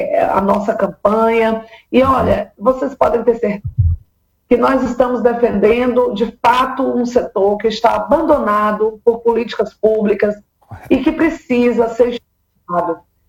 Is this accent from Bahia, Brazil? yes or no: yes; Eunápolis, Bahia, Brazil; born there; eu sou nascida em Eunápolis e quase nasci em Teixeira de Freitas, porque a minha mãe estava grávida e não podia sair de casa, e aí foi para Teixeira de Freitas visitar um tio meu.